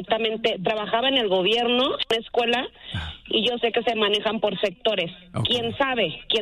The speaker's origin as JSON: {"language": "Spanish", "region": "Mexico City", "country": "Mexico", "said": "Yo soy de Ciudad de México. Yo ya viví esa experiencia tanto en la primaria como en la secundaria."}